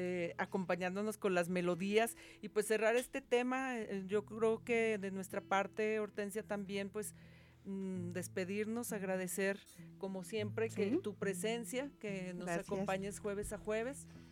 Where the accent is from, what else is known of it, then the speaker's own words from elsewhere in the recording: Mexico; somos muy buenos como mexicanos